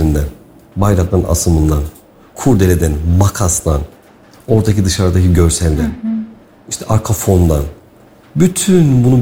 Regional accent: Kayseri, Turkey; Ben Kayseri'de bunu çok hoşuma gidiyor. Ben de Kayseri'liyim.

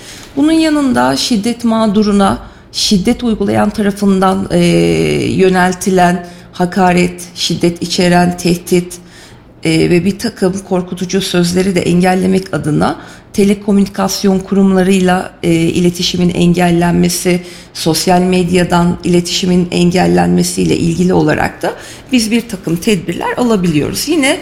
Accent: Ankara, Turkey; Memleketim Ankara.

